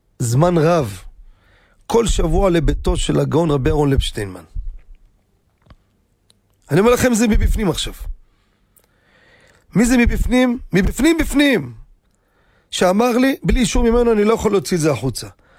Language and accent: Hebrew; Jerusalem, Jerusalem District, Israel; בירושלים, אני גדלתי בירושלים. בקטמון